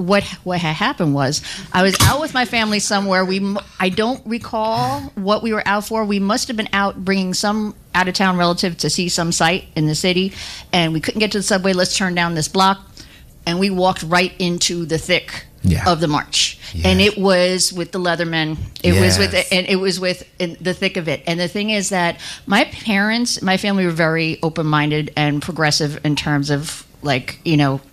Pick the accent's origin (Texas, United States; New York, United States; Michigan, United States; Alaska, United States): New York, United States; New York City; I'm from Brooklyn, so I was a kid.